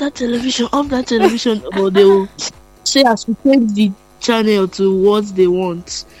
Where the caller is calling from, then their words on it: Port Harcourt, Rivers, Nigeria; I'm calling from Ada George.